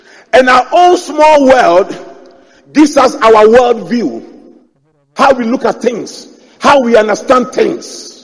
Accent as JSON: {"language": "English", "town": "Accra", "region": "Greater Accra", "country": "Ghana", "tie": "born or raised there", "said": "I grew up in Adabraka, opposite the mosque."}